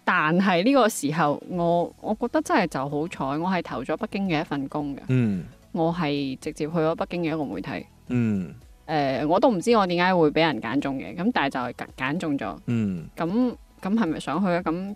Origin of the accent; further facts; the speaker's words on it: Guangzhou, Guangdong, China; 再加上我是广州人。